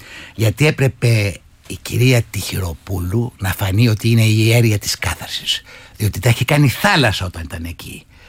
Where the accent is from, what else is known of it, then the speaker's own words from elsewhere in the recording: Thessaly, Greece; Από τη Θεσσαλία, που είμαι εγώ, από την Ήπειρο, από την Κρήτη